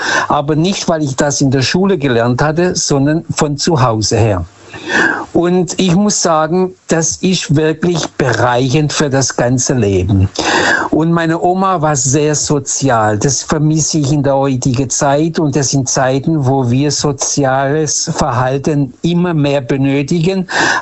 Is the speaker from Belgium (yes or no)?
no; Lisbon, Portugal